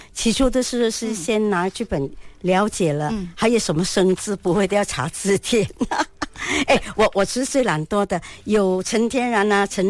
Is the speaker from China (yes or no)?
yes; Xiamen, Fujian, China; accent: Xiamen dialect; 我们福建话就厦门话就讲地